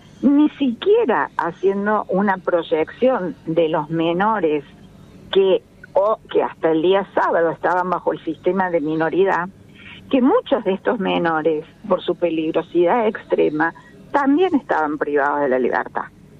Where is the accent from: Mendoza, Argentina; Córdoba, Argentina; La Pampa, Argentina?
Córdoba, Argentina; yo por ejemplo soy cordobesa